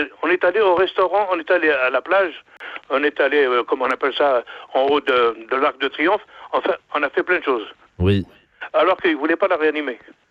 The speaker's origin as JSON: {"language": "French", "town": "Angers", "region": "Pays de la Loire", "country": "France", "tie": "born or raised there", "said": "elle est de mon village natal. Elle est assez rigolo, hein, Angers, à plusieurs milliers de kilomètres quand même."}